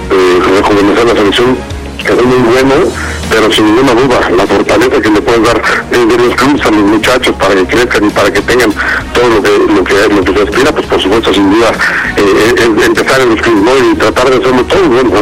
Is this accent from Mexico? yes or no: yes; Mexico; Quiero llegar, quiero pelear por mi puesto como mexicano